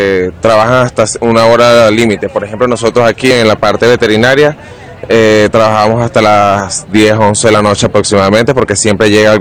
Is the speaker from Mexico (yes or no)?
no; Maracay, Aragua, Venezuela; Yo soy nativo de Maracay